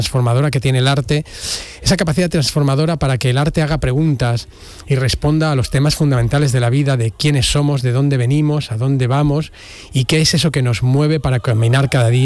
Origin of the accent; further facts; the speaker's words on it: Region of Murcia, Spain; also born or lived in Barcelona; now in Seville, Spain; Sí, no soy catalán, yo soy murciano realmente. Y me fui a Barcelona a estudiar al Instituto del Teatro. Y luego lo que no sabéis es que yo vivo en Sevilla hace 10 años.